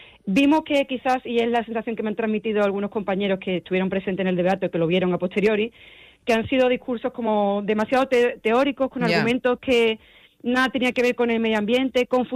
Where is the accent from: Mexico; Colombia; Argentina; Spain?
Spain; Andalusia; nosotros como andaluces, en nuestra comunidad